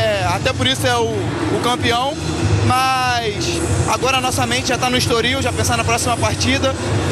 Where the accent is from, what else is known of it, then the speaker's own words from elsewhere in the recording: Brazil; moved away; Eu vim do Brasil, joguei no Vasco, lá tem bastante confrontos com essa atmosfera, lá é muito bom também.